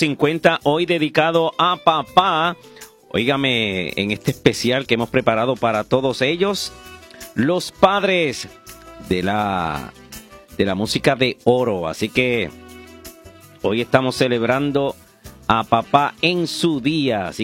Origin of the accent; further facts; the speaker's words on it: Aguada, Puerto Rico; por supuesto en mi pueblo de Aguada